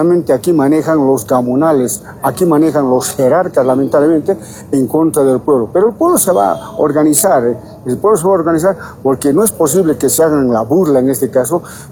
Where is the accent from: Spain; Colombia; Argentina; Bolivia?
Bolivia; la independencia de poder que tenemos como bolivianos